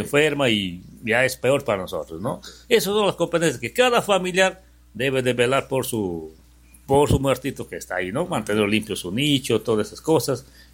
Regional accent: Bellavista, San Martín, Peru; now in Lamas, Peru; Por si yo no soy de Lamas, ¿no? Yo soy de Bellavista, pero ya me siento ser parte de Lamas porque vivo acá, me cobija Lamas, mi familia es de acá y tengo ese amor a Lamas, ¿no?

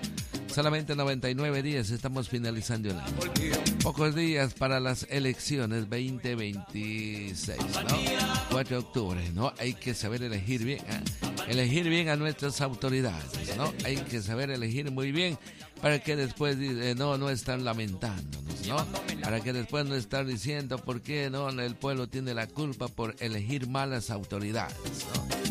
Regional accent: Peru

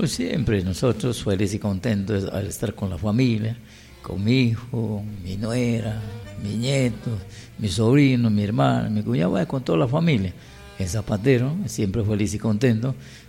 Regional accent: Peru; como buenos peruanos y electores, bueno, hay que elegir nuestro mandatario o mandataria.

